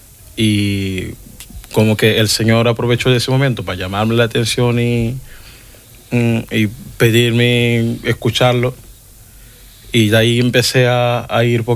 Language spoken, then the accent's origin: Spanish; Mindelo, São Vicente, Cape Verde; Spanish is a second language; moved away as an adult; soy de Cabo Verde y de la diócesis de Mindelo. Cabo Verde tenemos dos diócesis. Soy de la diócesis de Mindelo, estoy aquí estudiando porque mi obispo me mandó.